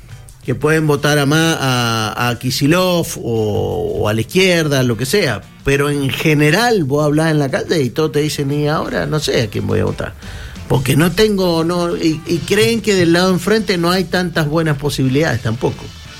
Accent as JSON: {"language": "Spanish", "country": "Argentina", "said": "yo soy argentino."}